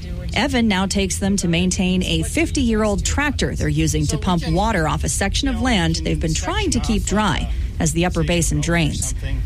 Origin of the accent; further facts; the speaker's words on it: North Dakota, United States; I grew up in the Devil's Lake region. I spent my childhood watching my grandparents get chased off their farm